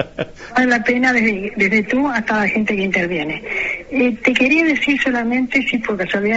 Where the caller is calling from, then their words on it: Montevideo, Uruguay; Del buceo.